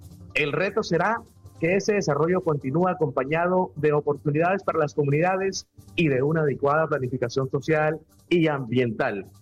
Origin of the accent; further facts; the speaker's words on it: Córdoba, Colombia; Como dijo la candidata de mi tierra, la candidata de Córdoba